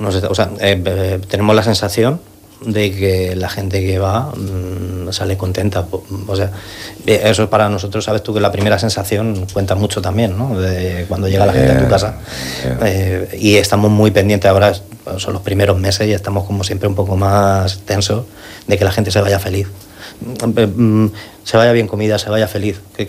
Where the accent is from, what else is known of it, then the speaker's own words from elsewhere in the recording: Madrid, Community of Madrid, Spain; now in Murcia, Spain; yo que soy de Madrid